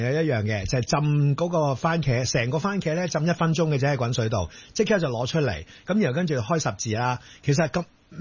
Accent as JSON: {"language": "Cantonese", "country": "China", "said": "啊就是因为我们中国人是叫做茄汁。"}